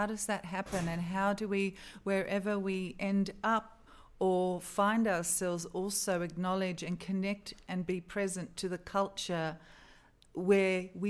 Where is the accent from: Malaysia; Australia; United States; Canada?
Australia; born there; I was born in Australia